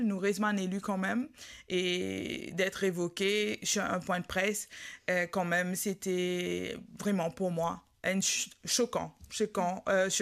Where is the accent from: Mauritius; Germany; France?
Mauritius; also born or lived in Rodrigues; moi en tant qu'une jeune, femme et mauricienne patriote